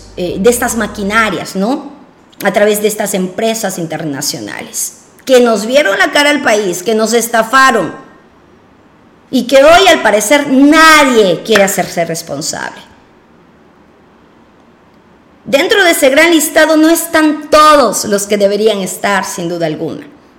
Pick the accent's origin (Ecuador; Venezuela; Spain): Ecuador; seguimos nosotros como ecuatorianos a la espera.